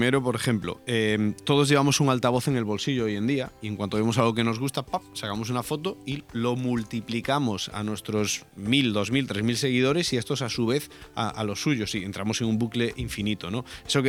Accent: Galicia, Spain; moved away; yo como gallego

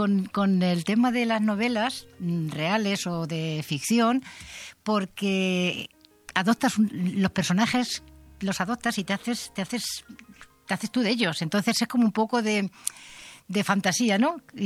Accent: Castilla-La Mancha, Spain; born or raised there

